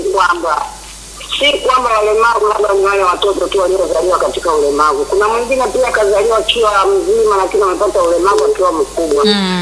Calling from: Tanga, Tanga Region, Tanzania; natokea Tanga ambapo niko na zaidi.

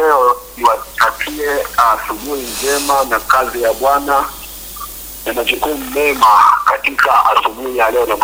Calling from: Singida, Tanzania; kutoka Singida huko.

